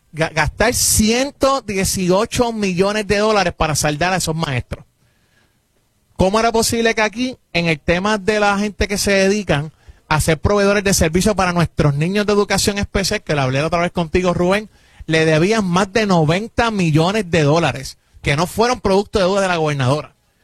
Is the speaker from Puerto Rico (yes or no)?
yes; Puerto Rico; yo soy nacido y criado en Puerto Rico.